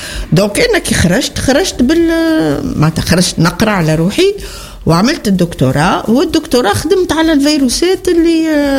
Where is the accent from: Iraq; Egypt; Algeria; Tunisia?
Tunisia